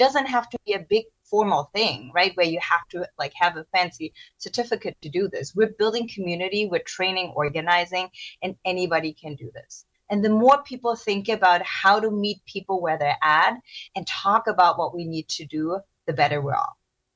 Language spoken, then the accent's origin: English; Germany; now in New York City, United States; I was born and raised in Germany, and my family comes from South Korea.